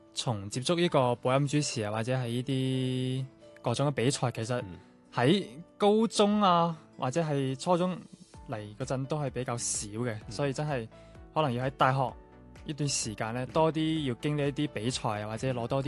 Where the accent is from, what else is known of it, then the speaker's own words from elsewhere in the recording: Guangzhou, Guangdong, China; also born or lived in Hong Kong; 我系香港出世。